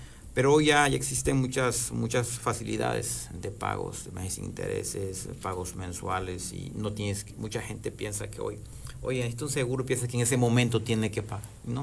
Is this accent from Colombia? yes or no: no; Mexico; Pero tú sabes, como todo mexicano, pues nos vamos olvidando y dando prioridades a cosas.